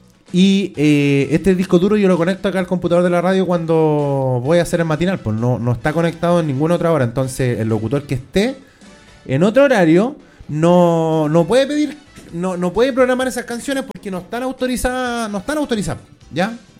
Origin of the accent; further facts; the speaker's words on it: Orilla Pencahue, Maule, Chile; en mi tierra hermosa de Orilla Pencahue.